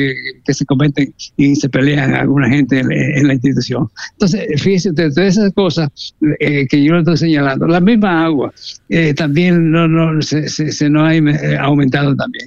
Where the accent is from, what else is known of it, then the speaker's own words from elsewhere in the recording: Cibao, Dominican Republic; accent: Cibaeño; Déjeme aclararle en español, bien, o en cibaeño